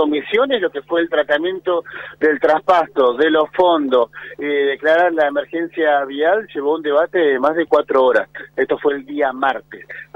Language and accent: Spanish; Sierra Grande, Río Negro, Argentina; born there; moved away; yo soy de Sierra Grande, digamos, mi Sierra Grande querida, siempre presente